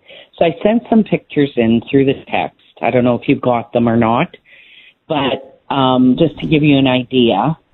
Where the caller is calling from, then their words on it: Saskatchewan, Canada; Just south of Saskatoon, between Saskatoon and Dundurn.